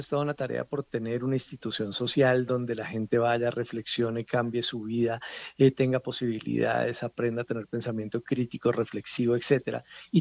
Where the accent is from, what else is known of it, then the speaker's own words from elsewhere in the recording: Colombia; somos el Chespirito colombiano